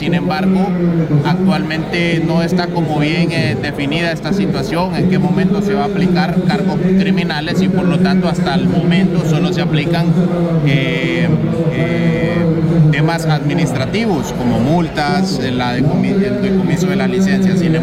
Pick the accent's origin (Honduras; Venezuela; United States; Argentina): Honduras; Como hondureños, nosotros tenemos que poner de nuestra parte.